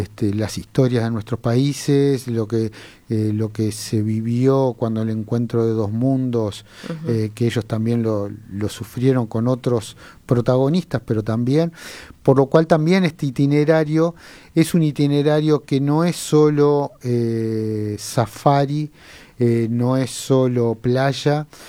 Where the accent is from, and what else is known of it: Uruguay